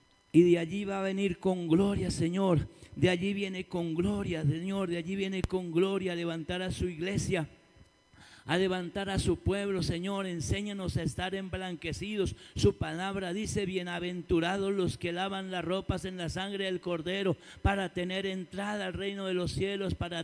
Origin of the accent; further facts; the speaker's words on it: Colombia; mi país, Colombia